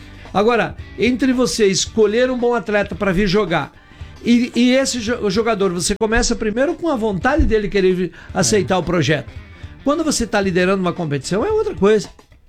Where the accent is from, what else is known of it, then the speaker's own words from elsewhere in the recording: Brazil; nós somos brasileiros, somos chapecoenses